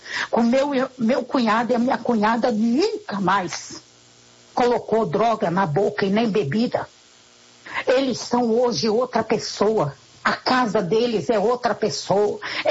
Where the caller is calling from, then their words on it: Coxim, Mato Grosso do Sul, Brazil; Sou aqui da cidade de Coxim, Mato Grosso do Sul.